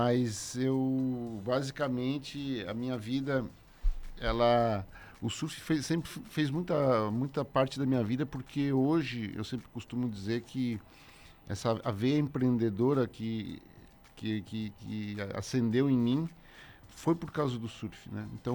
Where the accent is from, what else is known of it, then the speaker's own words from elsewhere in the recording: Florianópolis, Santa Catarina, Brazil; also born or lived in Criciúma; Eu nasci em Criciúma, né? Me criei em Florianópolis.